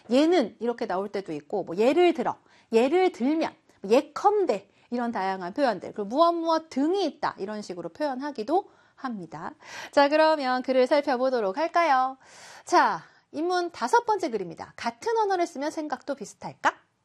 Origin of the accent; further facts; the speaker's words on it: South Korea; 우리는 한국인이니까 한국어를 쓰잖아요.